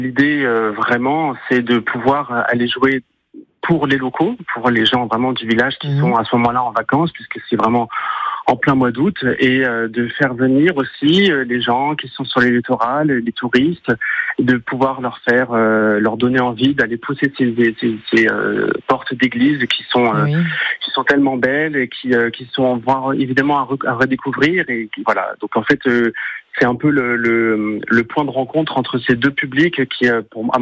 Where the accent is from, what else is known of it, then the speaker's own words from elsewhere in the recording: Sant'Andrea-d'Orcino, Corsica, France; je suis originaire de Saint-André, d'Orchine.